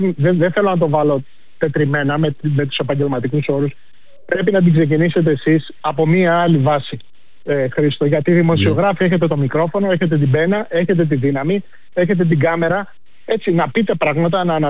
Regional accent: Greece; Εγώ ως Έλληνας είμαι περήφανος.

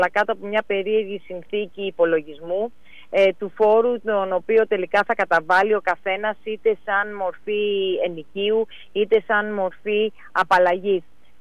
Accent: Greece; εμείς σαν Έλληνες και φορολογούμενοι

